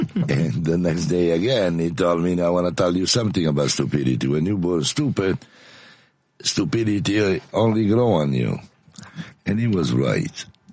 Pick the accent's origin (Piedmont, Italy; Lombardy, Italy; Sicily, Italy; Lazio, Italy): Lombardy, Italy; Milan; English is a second language; moved away as an adult; also born or lived in Naples; now in United States; But yeah, born in Naples, I was raised in Milano. I came here in America. I was 44 years old.